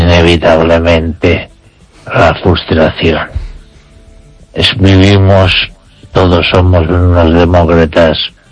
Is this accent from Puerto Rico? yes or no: no; Spain